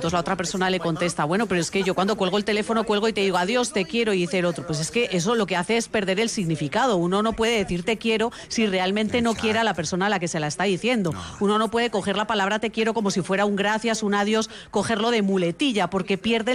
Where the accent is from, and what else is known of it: Spain